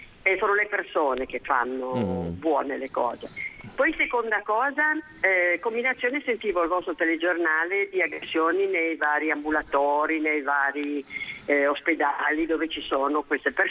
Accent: Genoa, Liguria, Italy; Ma non noi perché siamo bianchi e siamo di Genova e siamo

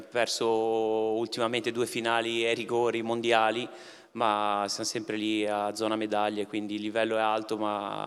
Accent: Arenzano, Liguria, Italy; sono di Arenzano, vivo lì

